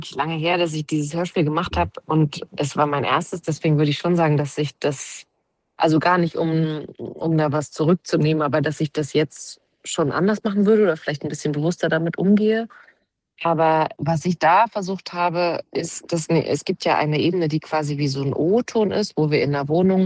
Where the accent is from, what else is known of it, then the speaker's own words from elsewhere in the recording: Leipzig, Saxony, Germany; Naja, also ich komme aus Leipzig. Da sind ja jetzt Wahlen im September.